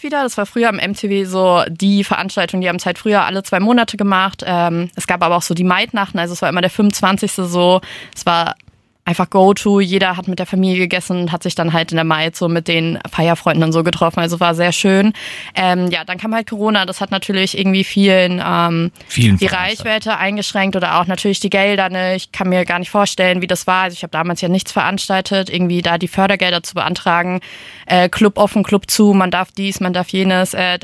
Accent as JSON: {"language": "German", "region": "Hesse", "country": "Germany", "tie": "born or raised there", "said": "Tatsächlich bin ich im Hintertaunus aufgewachsen. Ist eher so ein bisschen ländlicher, dörflicher Bereich."}